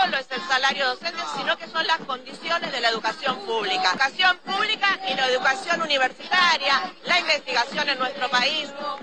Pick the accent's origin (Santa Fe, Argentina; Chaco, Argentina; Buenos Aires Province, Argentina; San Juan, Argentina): Buenos Aires Province, Argentina; Quilmes